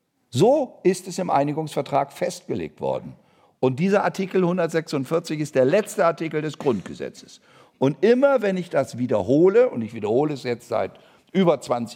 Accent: Teufelsmoor, Lower Saxony, Germany; born there; wäre für das Teufelsmoor gut, wo ich geboren bin, also für dünn besiedelte Regionen.

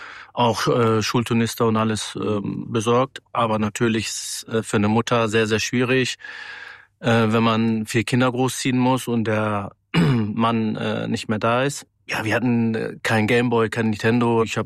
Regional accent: Bünde, North Rhine-Westphalia, Germany; bin gebürtig aus Bünde-Westfalen, das ist Nähe Herford. Bin in einer Siedlung aufgewachsen, ja, Milieu, Armut, ne?

